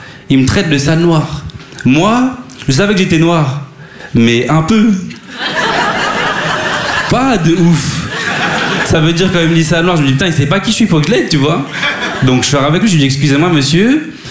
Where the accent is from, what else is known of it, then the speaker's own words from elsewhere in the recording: Bordeaux, Nouvelle-Aquitaine, France; now in Paris, France; Moi, je suis pas d'ici, moi, je suis de Bordeaux. Je découvre Paris petit à petit.